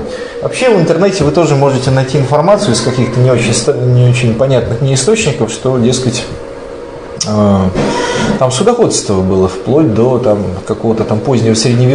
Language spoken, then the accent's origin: Russian; Lodeynoye Pole, Leningrad Oblast, Russia; я сам уроженец Ладейного